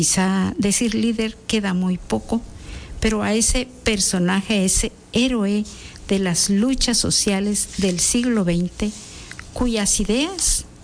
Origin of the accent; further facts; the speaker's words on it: Guatemala; nosotros los guatemaltecos, los quichés, los cachiqueles, los mames